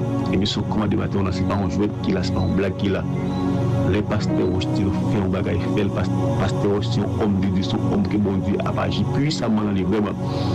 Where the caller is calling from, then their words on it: Martinique; Moi, je viens du côté de Martinique